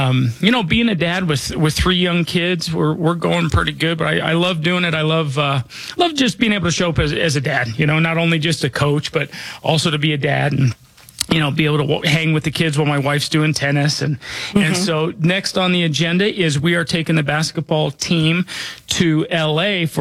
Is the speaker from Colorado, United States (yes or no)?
yes; Denver, Colorado, United States; I was born and raised here in Denver. You know, I'm not just licensed here.